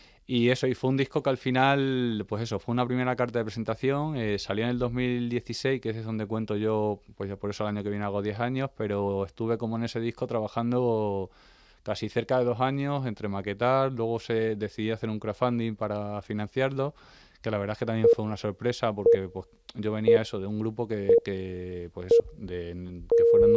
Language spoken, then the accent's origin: Spanish; Plasencia, Extremadura, Spain; moved away as an adult; now in Madrid, Spain; yo vengo de Plasencia, no Palencia, que se confunde.